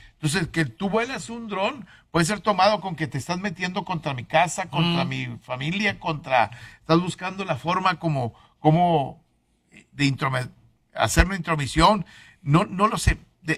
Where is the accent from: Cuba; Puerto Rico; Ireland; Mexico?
Mexico; Bueno, perdón, güey, pues soy mexicano.